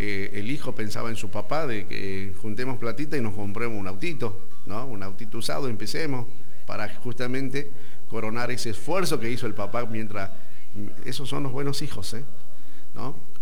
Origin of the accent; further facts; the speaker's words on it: Argentina; a nosotros los argentinos